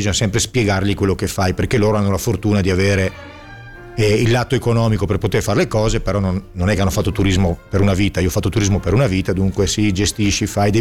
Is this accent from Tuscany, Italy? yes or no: no; Verona, Veneto, Italy; born there; moved away as an adult; also born or lived in Como; perché io sono nato a Verona, diciamo, poi a 18 anni ho cominciato a girare il mondo.